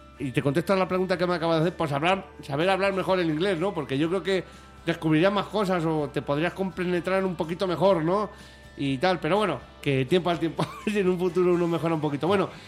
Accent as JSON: {"language": "Spanish", "region": "Castilla-La Mancha", "country": "Spain", "said": "hemos dicho que somos de Castilla-La Mancha o somos del sur de Madrid, de más abajo."}